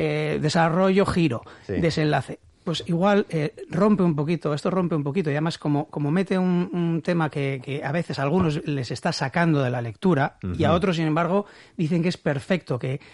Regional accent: Bilbao, Basque Country, Spain; Yo soy de Recalde, ¿sí? Y he ido a estudiar ahí a Sadrián, uh-huh, desde pequeño.

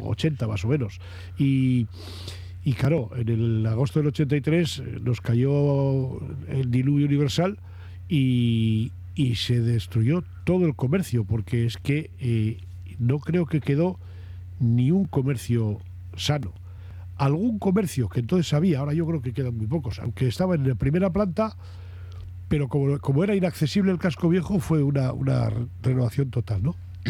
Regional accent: Bilbao, Basque Country, Spain; Pues no, somos de Bilbao.

